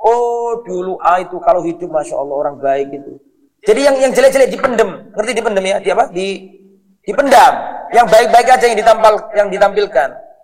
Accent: Java, Indonesia; Mohon maaf ini bukan rasis, wong saya juga orang Jawa, tapi ini kita sedang menerangkan sesuatu.

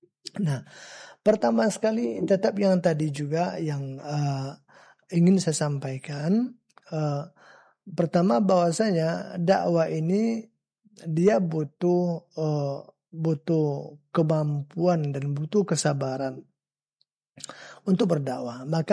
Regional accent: Kampar, Riau, Indonesia

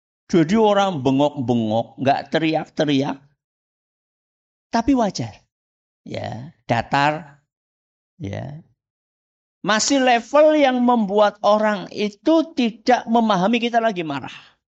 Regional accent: Java, Indonesia; kalau kita orang Jawa ya

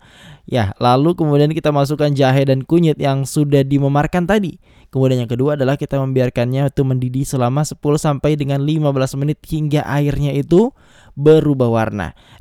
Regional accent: East Kolaka, Southeast Sulawesi, Indonesia; moved away; kalau di kampung saya di Kolaka Timur juga itu banyak orang-orang Sunda.

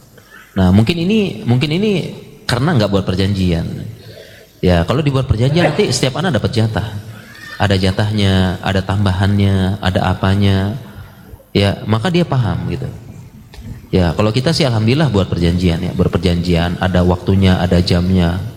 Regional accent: Sumbawa Island, West Nusa Tenggara, Indonesia; masa kecil saya dulu di Pulau Sumbawa ya.

